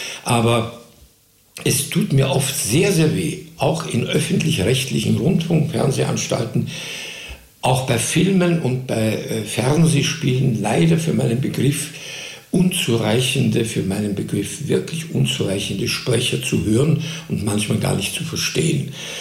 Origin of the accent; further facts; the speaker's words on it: Austria; also born or lived in Germany; Oberösterreich nicht meine unmittelbare Heimat ist, aber immerhin im weitesten Sinne ist ja Österreich meine Heimat